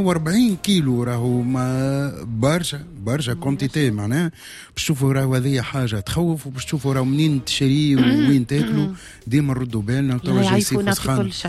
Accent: Tunisia; نحن في تونس

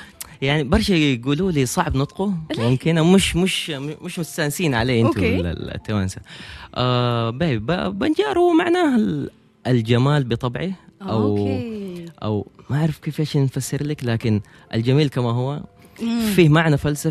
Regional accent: Jeddah, Makkah Province, Saudi Arabia; أنا نشأت في السعودية تحديدا في منطقة مكة وجدة يعني أوكي. المنطقة الغربية هي منطقة الحجاز

